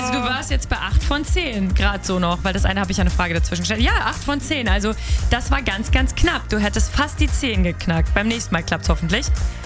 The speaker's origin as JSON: {"language": "German", "region": "North Rhine-Westphalia", "country": "Germany", "said": "da komme ich ja auch her aus der Ecke, aus der Nähe von Bonn."}